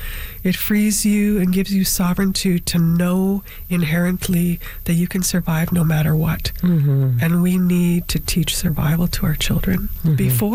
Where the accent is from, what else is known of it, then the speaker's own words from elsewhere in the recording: Swan Lake First Nation, Manitoba, Canada; and I'm from Swan Lake First Nation, Gapshkikamak, with relations in Long Plain, too.